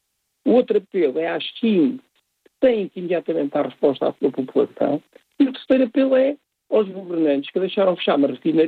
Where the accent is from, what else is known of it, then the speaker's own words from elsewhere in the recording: Covilhã, Centro, Portugal; Eu sou da Covilhã, das Beiras, e, portanto, muitas vezes a realidade do país não é bem a mesma.